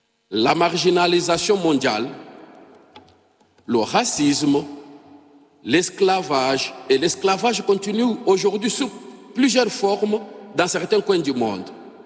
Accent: DR Congo; Chez moi, en République démocratique du Congo

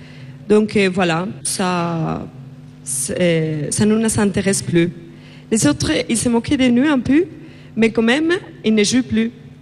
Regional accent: Spain; je viens d'Espagne.

